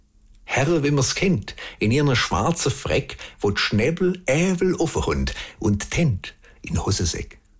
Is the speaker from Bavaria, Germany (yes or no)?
no; Baden-Württemberg, Germany; wie immer mit einem kleinen Liedle im Dialekt von meinem Heimatort Beisinger bei Rottweil.